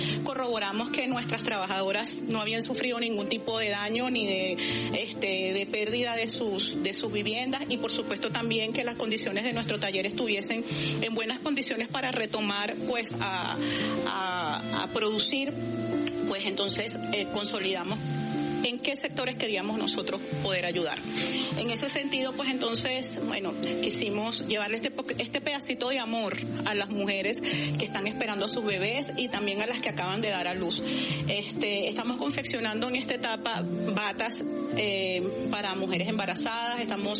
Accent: Venezuela

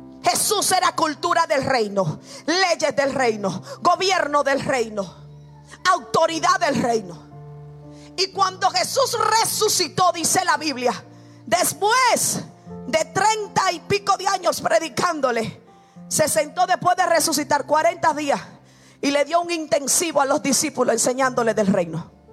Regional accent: Dominican Republic; now in United States; nosotros vivimos en Estados Unidos, yo soy de República Dominicana

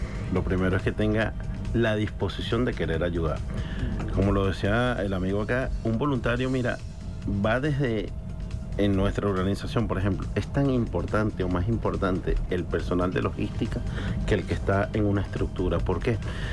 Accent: Venezuela; soy venezolano y venezolano de los buenos.

